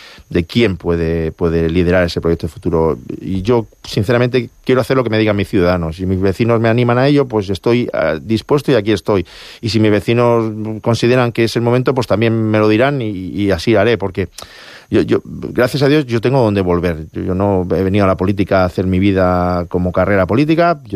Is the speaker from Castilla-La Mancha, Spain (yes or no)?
yes; Malagón, Castilla-La Mancha, Spain; Yo estoy trabajando en en solucionar a mi pueblo.